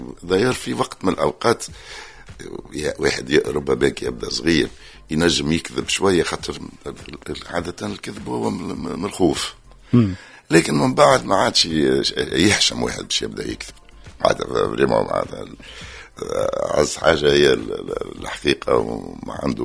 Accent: Tunis, Tunis Governorate, Tunisia; also born or lived in Béja; أنا من مواليد 1957، حليت عينيا في تونس، أما تولدت في باجة، معناتها أمي مشات ولدتني غادي ورجعت، معناتها الدار اللي نتفكرها الأولى معناتها كانت في باب سعدون زنقة بو كمشة

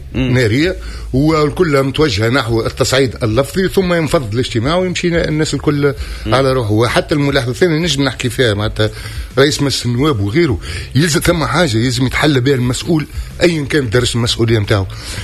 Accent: Tunisia; وضع الصيف اللي عديناه كتونسيين

